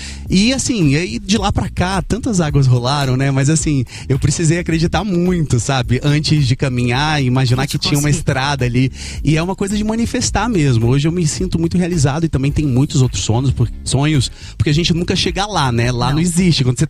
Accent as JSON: {"language": "Portuguese", "town": "Brasília", "region": "Federal District", "country": "Brazil", "said": "Olha, eu saí da periferia de Brasília, eu sou da Quebrada, né? Ah, sou que da Samambaia Norte, que é um lugar assim que eu tenho muito carinho"}